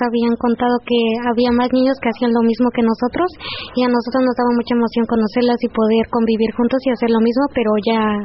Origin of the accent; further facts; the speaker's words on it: Ocotla, Mexico; vengo de la comunidad de Ocotla.